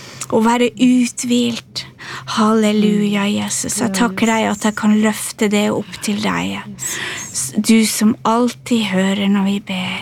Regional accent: Northern Norway, Norway; moved away as an adult; now in Våler, Norway; Ja, jeg kan si det at som dere hører på dialekten, så er jeg en dame fra Nord-Norge.

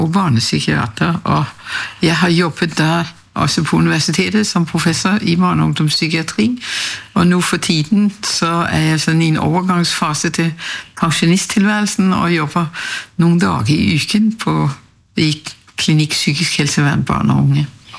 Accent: Copenhagen, Capital Region of Denmark, Denmark; Norwegian is a second language; moved away as an adult; now in Bergen, Norway; Jeg er fra Danmark, København

